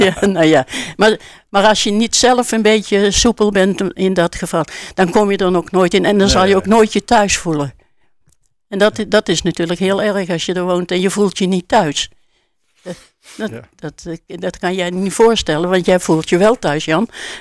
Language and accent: Dutch; North Brabant, Netherlands; also born or lived in Haarlemmermeer; now in Putten, Netherlands; En ik kwam dus uit Brabant en toen naar de Haarlemmermeer verhuisd. En toen dus van de Haarlemmermeer dus naar Putten.